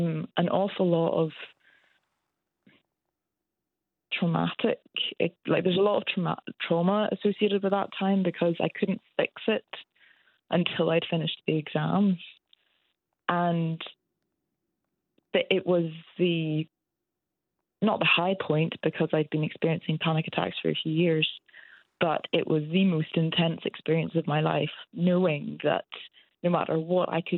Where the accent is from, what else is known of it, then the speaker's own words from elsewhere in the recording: Northern Ireland, United Kingdom; I grew up in Northern Ireland.